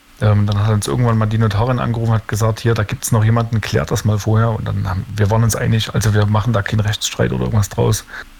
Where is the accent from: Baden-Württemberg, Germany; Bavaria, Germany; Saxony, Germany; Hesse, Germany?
Saxony, Germany; Döbeln; Alle aus Döbeln. Wir kommen alle aus Döbeln bei Leipzig.